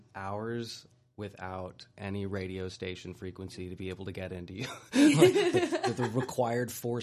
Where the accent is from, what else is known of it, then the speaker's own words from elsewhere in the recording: Riverside, California, United States; I come from Riverside in SoCal